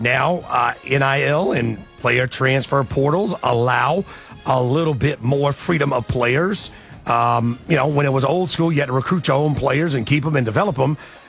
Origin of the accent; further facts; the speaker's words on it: the South, United States; So about time is what I would say, being a Southerner, and folks who are around here who are entrenched in college football.